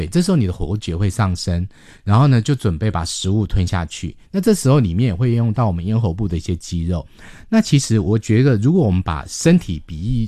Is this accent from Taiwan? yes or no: yes; Taiwan